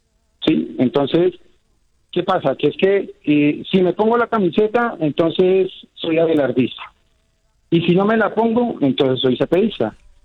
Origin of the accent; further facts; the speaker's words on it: Colombia; Entonces, y todos somos colombianos. Todos nos tenemos el derecho de vestir la camiseta de la Selección Colombia.